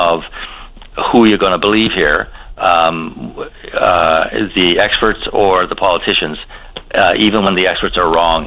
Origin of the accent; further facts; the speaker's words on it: Carbonear, Newfoundland and Labrador, Canada; You know, growing up in Carbonear, you know, when I became aware of understanding a little bit about economics, and the topic of Churchill Falls ever came up.